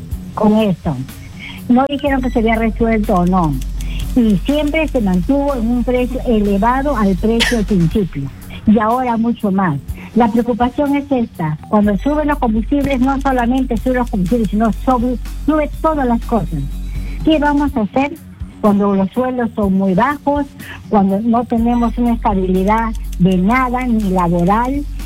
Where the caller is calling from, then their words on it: Piura, Peru; hablo de Piura